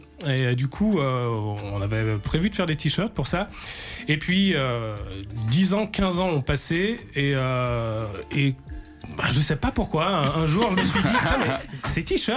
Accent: Saint-Étienne, Auvergne-Rhône-Alpes, France; moved away as an adult; now in Clermont-Ferrand, France; je suis pas Auvergnat. Je suis pas très loin. ouais. Je suis stéphanois.

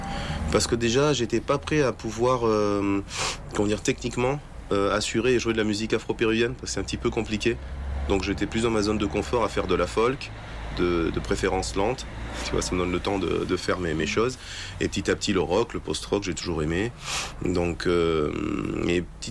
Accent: France; also born or lived in Middle East; je suis français. Mais comme j'ai vécu au Moyen-Orient et j'étais bercé par les années 90

